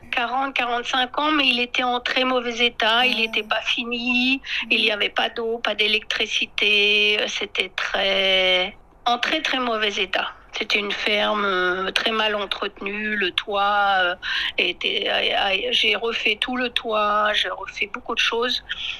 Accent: France; parce que près de ma région d'origine en France, il y a aussi des maisons en terre battue.

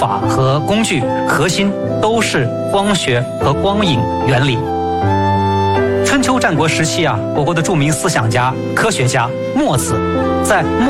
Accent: China; 我们中国人

